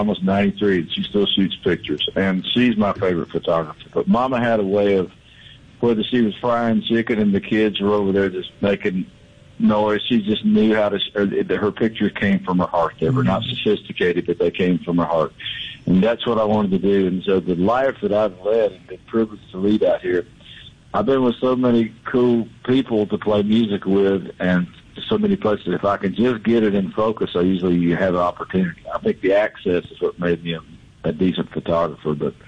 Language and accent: English; Mississippi, United States; born there; I love my home state. I love my people of Mississippi.